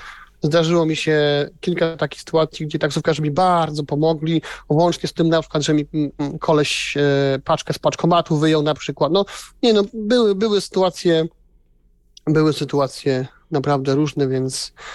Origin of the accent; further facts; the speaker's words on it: Silesian Voivodeship, Poland; ja przeważnie jeżdżę u nas na Śląsku